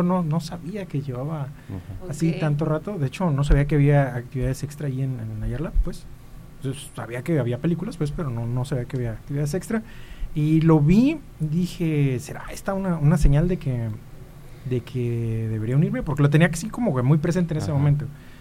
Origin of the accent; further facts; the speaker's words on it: Aquiles Cerdán, Mexico; soy de un ranchito que se llama Aquiles Cerdán, que está para Jalisco.